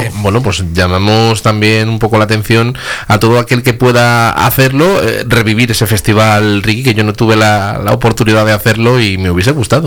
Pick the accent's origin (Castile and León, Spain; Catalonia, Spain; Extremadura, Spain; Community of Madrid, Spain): Castile and León, Spain; Valverde de la Sierra; Yo que mi pueblo está cerquita del otro pico importante de la provincia, que es, bueno, uno de los picos importantes de la provincia, que es el Espigüete.